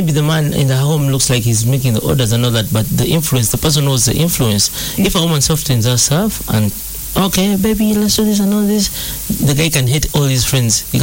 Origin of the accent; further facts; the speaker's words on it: Uganda; I was from Kamwich